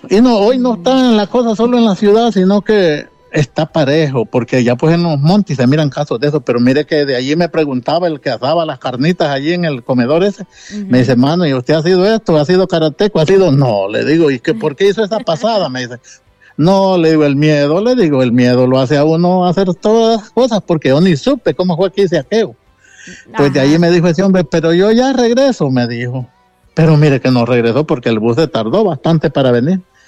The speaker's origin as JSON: {"language": "Spanish", "region": "Colón", "country": "Honduras", "said": "Yo soy de Colón."}